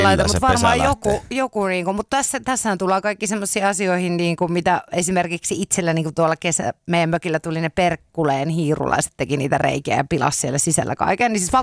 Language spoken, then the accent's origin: Finnish; Helsinki, Uusimaa, Finland; helsinkiläisenä